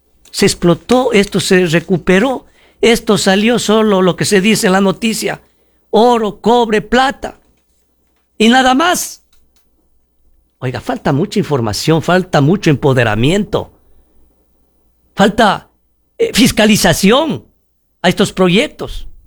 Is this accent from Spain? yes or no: no; Ecuador